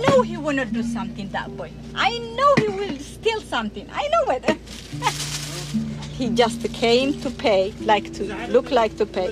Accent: Eritrea; English is a second language; moved away as an adult; now in Baltimore, United States; I'm from Eritrea, East Africa, and I came 1985 here.

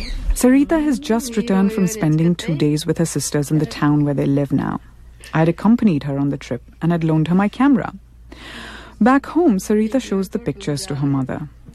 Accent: India; Now, I grew up in India, in an urban middle-class family.

